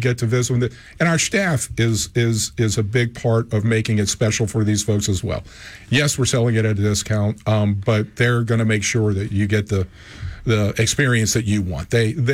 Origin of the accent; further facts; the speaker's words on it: New Orleans, Louisiana, United States; I'm from New Orleans and grew up whenever you had gatherings.